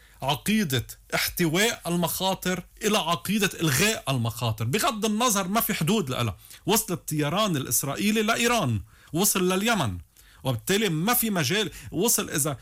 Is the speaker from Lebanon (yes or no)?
yes; Lebanon; نحن كلبنانيين